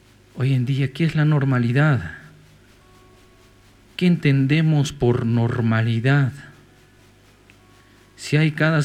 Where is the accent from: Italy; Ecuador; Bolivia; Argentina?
Bolivia; los únicos perjudicados somos las bolivianas y los bolivianos.